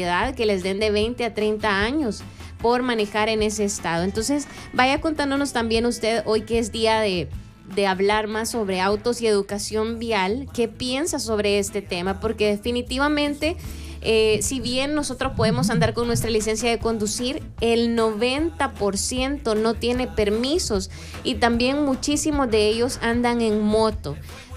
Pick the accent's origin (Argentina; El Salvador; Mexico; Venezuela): El Salvador; como salvadoreños, como ciudadanos en general, tenemos que tomar acción por este tipo de cosas.